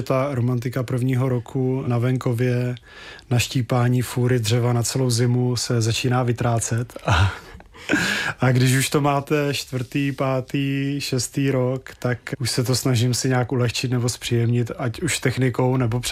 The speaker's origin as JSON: {"language": "Czech", "town": "Bruntál", "region": "Moravian-Silesian Region", "country": "Czechia", "tie": "born or raised there", "also_born_or_lived": "Prague", "moved": "as an adult", "lives_now": "Broumov region, Czech Republic", "said": "Já jsem původem z Bruntálu, který je také tak trošku na okraji, ale mé cesty vedly přes Prahu, kde jsem se potkal se svojí současnou ženou. A jelikož jsem kluk z paneláku, ze sídliště"}